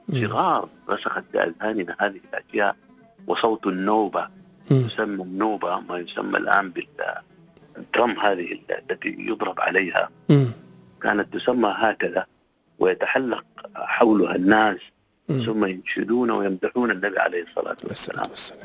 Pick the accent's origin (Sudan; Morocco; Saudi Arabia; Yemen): Sudan